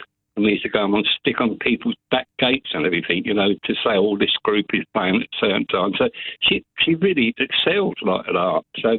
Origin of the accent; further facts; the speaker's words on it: High Wycombe, South East England, United Kingdom; also born or lived in London; when I moved from London to High Wycombe, that school was a secondary modern school, and it was full up with great big lads who were farm labourers' boys